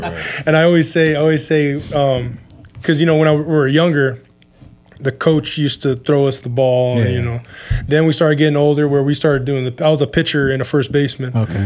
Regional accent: California, United States; Born and raised on the Saboba Indian Reservation. I've been there my whole life, born and raised, like I said. Been playing basketball. I'm 35 years old

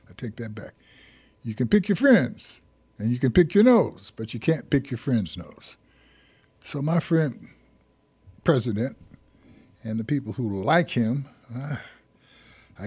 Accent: United States; since I'm in America, and I'm an American

